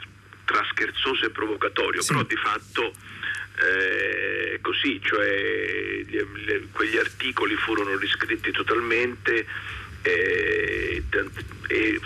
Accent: Rome, Lazio, Italy; non in quanto romano, naturalmente, ma in quanto italiano.

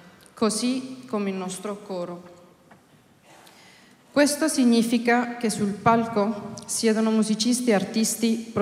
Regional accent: Venezuela; Il mio paese, il Venezuela, sta vivendo una tragedia di proporzioni drammatiche.

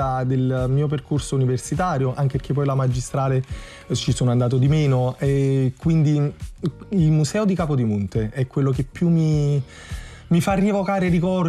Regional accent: Naples, Campania, Italy

